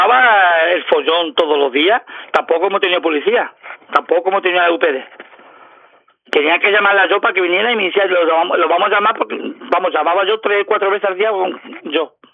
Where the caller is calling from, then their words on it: Ceuta, Spain; yo soy de Loma Colmenar